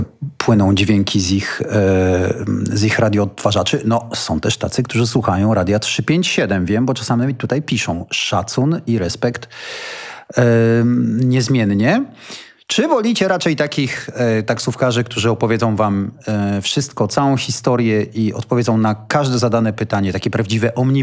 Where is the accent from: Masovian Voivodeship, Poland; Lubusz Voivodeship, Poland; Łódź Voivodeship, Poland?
Masovian Voivodeship, Poland; Warsaw; ja jestem z Warszawy, to tutaj jest, chyba w gwarze warszawskiej obowiązuje cierpiarz